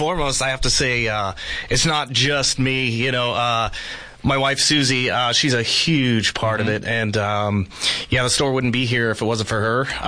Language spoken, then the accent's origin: English; Arizona, United States; also born or lived in Arkansas / Phoenix / Flagstaff; now in Yuma, United States; Originally, I was born back east. I was born in Arkansas, spent early childhood there. Moved out to Arizona in, I think it was about the fifth grade.